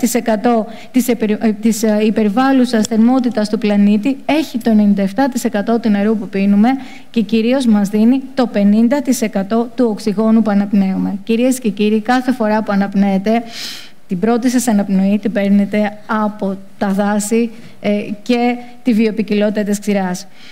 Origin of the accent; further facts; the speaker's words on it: Zacharo, Western Greece, Greece; moved away; Κάθε φορά που πηγαίνω στην περιοχή μου, στη Ζαχάρο